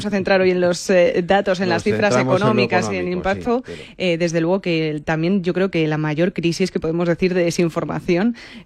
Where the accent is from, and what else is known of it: Spain